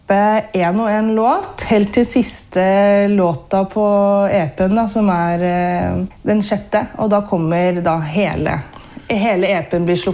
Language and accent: Norwegian; Geilo, Buskerud, Norway; Ja, jeg kommer fra Hallingdal, da. Jeg kommer fra Geilo, men det hører man ikke så godt heller. Men oppvokst på Geilo, men familien fra Vestlandet, da.